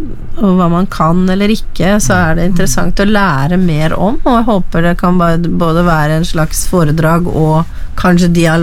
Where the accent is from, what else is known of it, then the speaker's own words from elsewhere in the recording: Vestfold, Norway; Jeg kommer jo fra Vestfold og bjørnebær, skog rett ved siden av huset